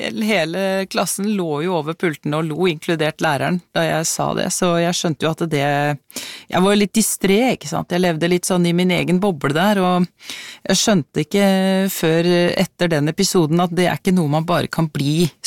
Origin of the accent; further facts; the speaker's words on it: Nesodden, Akershus, Norway; moved away; Jeg vokste jo opp på Nesodden utenfor Oslo, så var omringet av sjø på alle kanter.